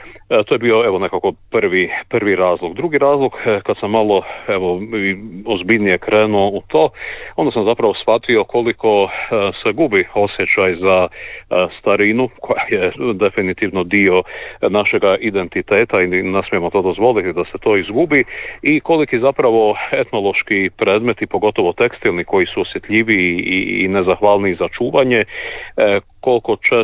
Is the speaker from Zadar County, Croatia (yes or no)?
no; Vugrovec, City of Zagreb, Croatia; moved away as an adult; also born or lived in Varaždin; now in Zagorska Sela, Croatia; Rođen sam u Varaždinu, moja obitelj, otac moj iz okolice Vansa. Evo, sve druge godine živim u Vugrovcu, pa me nekako život malo više i srcem vezao za ovaj prigorski kraj. Tu sam evo odrastao, stasao, završio fakultet